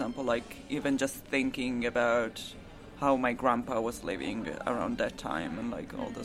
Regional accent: Italy; English is a second language; I'm from Italy and my father's family is from Naples.

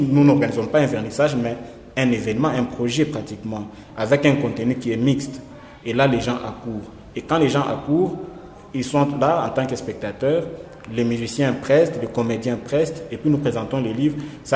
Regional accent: Kolwezi, Lualaba, DR Congo; moved away as an adult; also born or lived in Lubumbashi; Et donc, je suis né à Kolwezi, j'ai grandi à Kolwezi. Et puis, en 2014, j'ai quitté Kolwezi, la laissant au statut de ville. Et je suis venu à Lubumbashi étudier.

